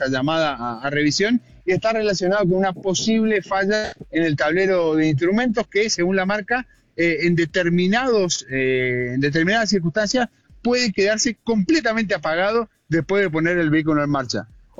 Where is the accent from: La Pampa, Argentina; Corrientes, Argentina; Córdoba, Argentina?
Corrientes, Argentina; born there; moved away; Sí, de chico, de joven, allá en Corrientes.